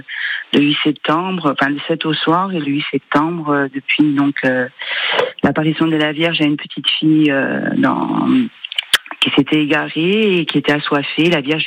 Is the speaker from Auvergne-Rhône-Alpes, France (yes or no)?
no; Ajaccio, Corsica, France; moi-même je viens d'Ajaccio, donc en général le 7 et le 8 septembre, on se retrouve tous au village.